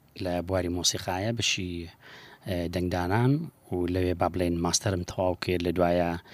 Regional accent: Sulaymaniyah, Kurdistan Region, Iraq; English is a second language; moved away as an adult; now in Sweden; I'm from Bashur in Kurdistan in the city of Slimani. I born there, I grew up, I studied music, I studied violin and then I moved to Sweden in 2002

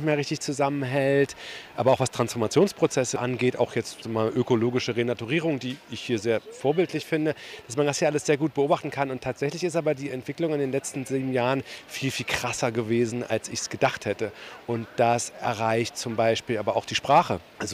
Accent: Magdeburg district, Saxony-Anhalt, Germany; born there

